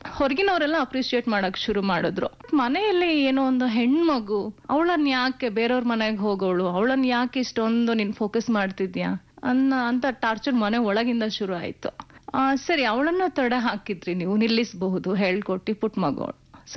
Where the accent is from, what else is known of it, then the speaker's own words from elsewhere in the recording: Bengaluru, Karnataka, India; ನಾನು ಹುಟ್ಟಿ ಬೆಳೆದಿದ್ದು ಮೂಲತಃ ಬೆಂಗಳೂರು. ನಮ್ದು ಸ್ವಂತ ಊರು ಬಂದು ಶಿರಾ ತಾಲೂಕಿನ ದ್ವಾರಾಳು ಅನ್ನೋ ಒಂದು ಗ್ರಾಮ.